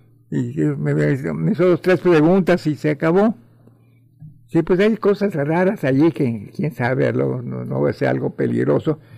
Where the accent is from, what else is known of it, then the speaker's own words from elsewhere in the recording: Mexico; now in Cancún, Mexico; soy más mexicano que los meros chiles de nogada.